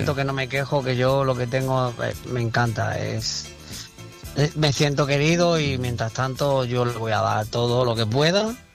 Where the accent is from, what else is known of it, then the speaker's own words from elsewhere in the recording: Cádiz, Andalusia, Spain; a mi tierra, a Cádiz.